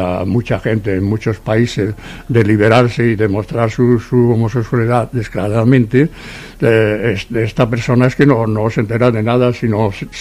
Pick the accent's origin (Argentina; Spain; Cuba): Spain; Seville, Andalusia; now in Barcelona, Spain; cuando vinimos de Sevilla.